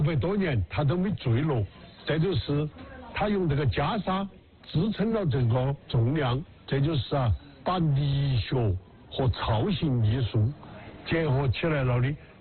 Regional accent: Sichuan, China; 你们叫热闹，我们四川人叫闹热。

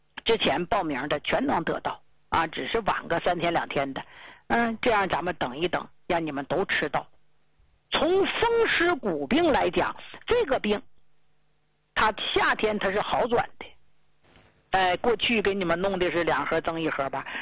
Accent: Jilin, China; 我呢是咱们土生土长的吉林地区的人啊，这是我的老家。

